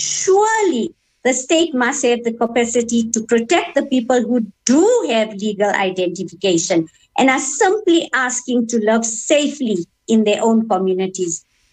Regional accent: East Rand, Gauteng, South Africa; I grew up on the East Rand.

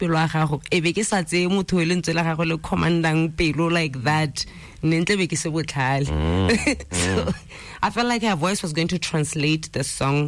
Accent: Gabane, Kweneng District, Botswana; moved away; No, I don't stay in Gabane. I'm from Gabane.

